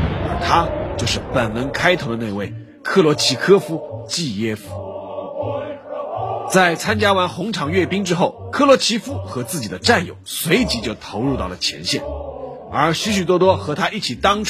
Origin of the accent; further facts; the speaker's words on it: China; 虽然他们抵御的是德军，保卫的是莫斯科，和我们中国人并没有什么关系